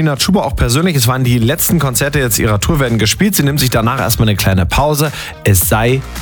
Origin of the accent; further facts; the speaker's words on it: Berlin, Germany; born there; als gebürtiger Berliner, aber trotzdem alles am falsch aussprechen.